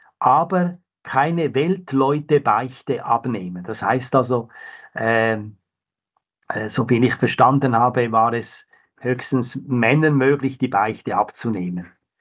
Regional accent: Switzerland; Ich denke zum Beispiel meine Heimat Schweiz, da haben die Kapuziner eine ganz wichtige Rolle gespielt.

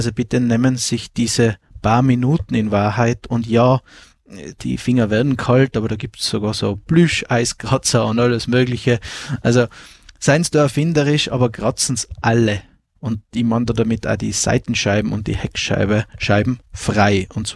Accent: Tyrol, Austria; dann wird es das erste Mal in den Alpen zu Hause kalt, zum Beispiel bei uns in Tirol.

